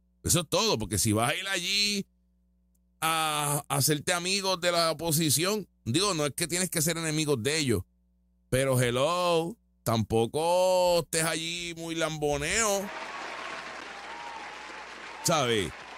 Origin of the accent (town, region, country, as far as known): Puerto Rico